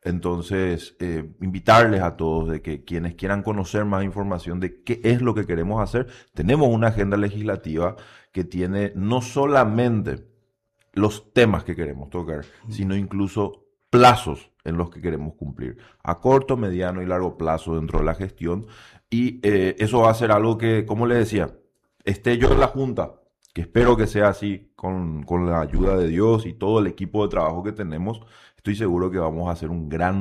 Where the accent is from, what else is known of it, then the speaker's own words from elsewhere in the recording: Encarnación, Itapúa, Paraguay; El barrio San Pedro, que es de donde vengo